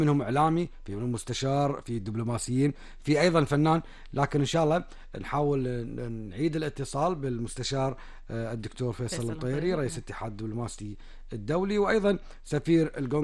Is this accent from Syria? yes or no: no; Kuwait; وإحنا كويتيين نقول لا إن شاء الله إحنا نفوز